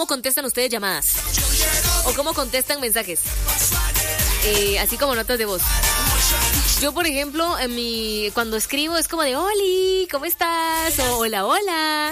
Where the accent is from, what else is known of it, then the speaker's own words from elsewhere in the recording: Guatemala; Creo que los guatemaltecos tenemos un cantadito, ¿saben? Porque dice, buenas.